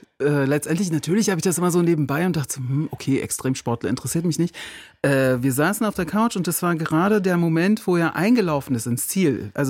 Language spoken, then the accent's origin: German; Berlin, Germany; also ich bin ja auch im Süden Berlins aufgewachsen